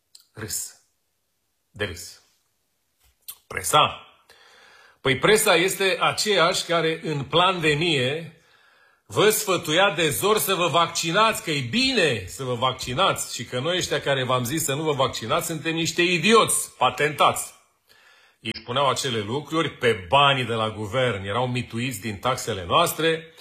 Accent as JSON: {"language": "Romanian", "country": "Romania", "said": "am ajuns să fim noi românii un popor de struți."}